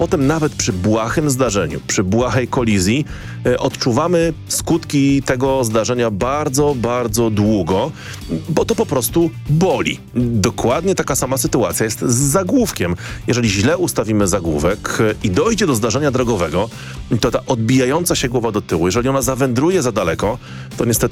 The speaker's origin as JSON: {"language": "Polish", "region": "southern Poland", "country": "Poland", "said": "jak to się mawia w moich stronach na południu"}